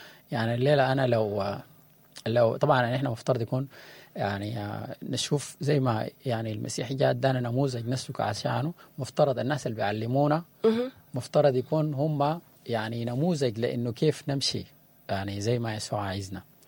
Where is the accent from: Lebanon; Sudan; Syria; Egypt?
Sudan; اللي نحن عايشينه يعني كسودانيين